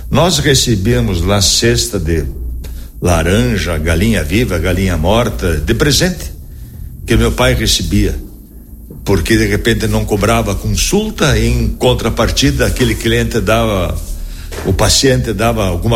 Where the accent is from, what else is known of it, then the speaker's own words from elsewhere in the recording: Marau, Rio Grande do Sul, Brazil; also born or lived in Passo Fundo; Marauense. Nasci em Marau no dia 29/11/53.